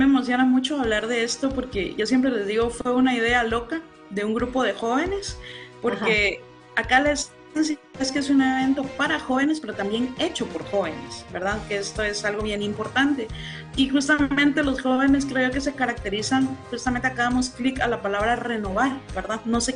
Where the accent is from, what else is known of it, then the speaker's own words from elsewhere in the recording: Guatemala; nuestro país, ¿verdad? A Guatemala.